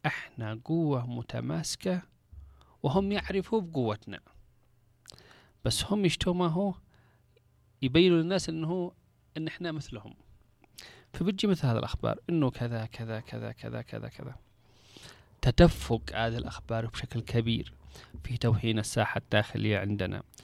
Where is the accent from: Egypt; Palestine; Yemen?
Yemen; إحنا من اليمن